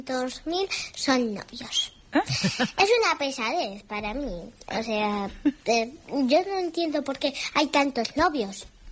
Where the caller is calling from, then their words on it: Malagón, Castilla-La Mancha, Spain; de Malagón.